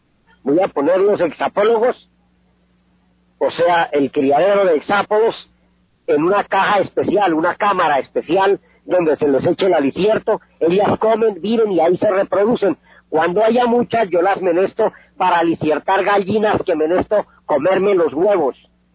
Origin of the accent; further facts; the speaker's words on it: Boyacá, Colombia; moved away; en mi tierra, en Boyacá, se llama angú, pero como allá no se dan las musasias por ser tan frío